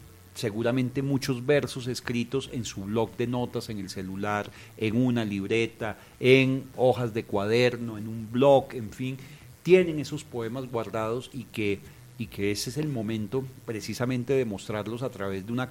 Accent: Colombia

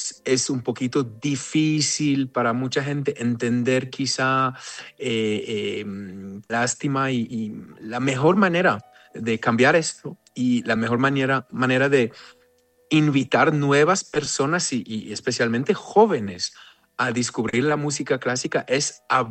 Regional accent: Israel; soy israelí.

